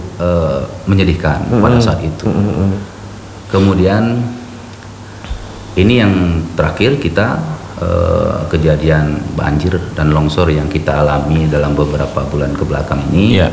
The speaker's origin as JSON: {"language": "Indonesian", "region": "Aceh", "country": "Indonesia", "said": "kita orang Gayo"}